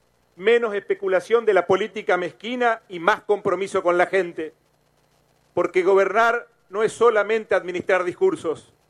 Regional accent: Chaco, Argentina; porque somos argentinos, pero también somos chaqueños, somos hijos de esta tierra

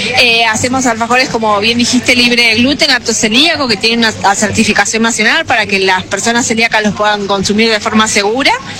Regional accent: Ramallo, Buenos Aires Province, Argentina; nosotros somos de Ramallo

